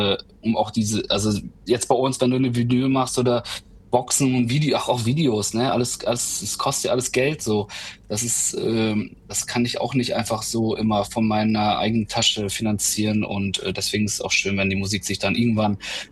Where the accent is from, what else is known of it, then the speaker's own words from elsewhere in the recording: Hörste, Germany; die Stadt, also an sich von Hörste, wo ich herkomme, nach Osnabrück, das sind 25 Minuten mit Zug, also es ist direkt um die Ecke quasi.